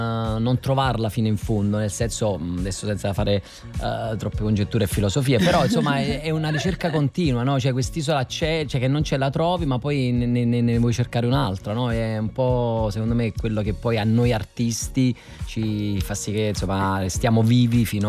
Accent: Naples, Campania, Italy; Scampia, di cui io sono originario perché sono originario di Secondigliano

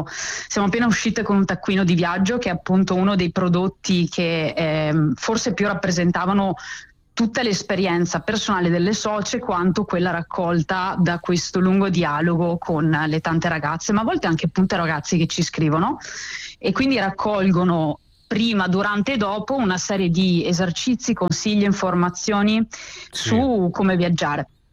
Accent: Veneto, Italy; accent: Venetian dialect; il nostro dialetto veneto

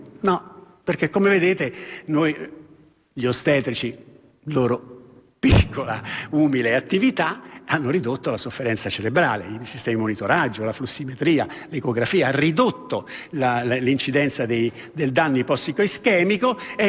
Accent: Rome, Lazio, Italy; essendo romano

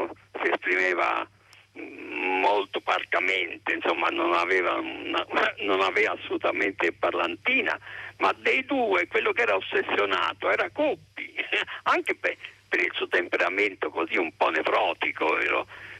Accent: Tuscany, Italy; Poi sono anche toscano.

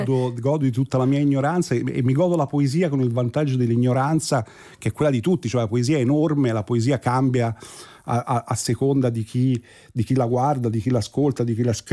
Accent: Pisa, Tuscany, Italy; io sono pisano

